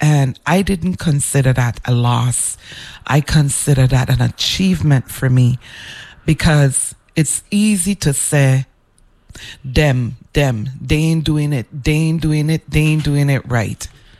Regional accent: St. Croix, U.S. Virgin Islands; I was born on St. Croix to two Antiguan parents that came here to look for a better life. And I was born, raised here.

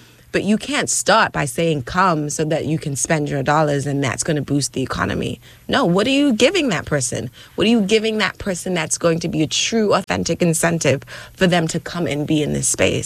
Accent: Ghana; born there; I'm a Ghanaian. I was born in Ghana. I can speak my language

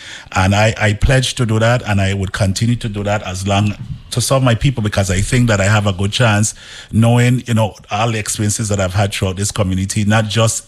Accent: Frederiksted, St. Croix, U.S. Virgin Islands; also born or lived in Brooklyn, New York; I was born and raised here in St. Croix. I attended both the public and parochial school system. And I graduated from Boys and Girls High School in Brooklyn, New York.

